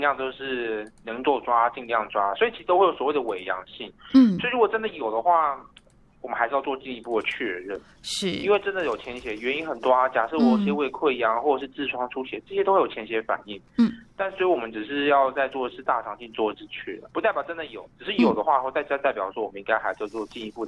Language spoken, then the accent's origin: Chinese; Taiwan